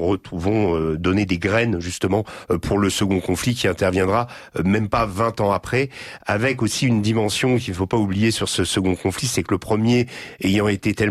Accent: Normandy, France; born there; also born or lived in Brittany; Moi, j'ai grandi en Normandie, en Bretagne.

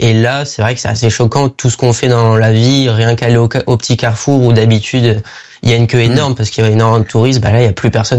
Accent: Lacanau, Nouvelle-Aquitaine, France; moi, j'habite à Lacanau depuis, bah, quasiment depuis que je suis né

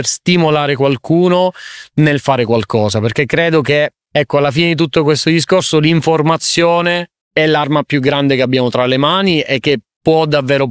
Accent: Sicily, Italy; Io da siciliano sono cresciuto nel mare della Sicilia, ho avuto tante esperienze in mare

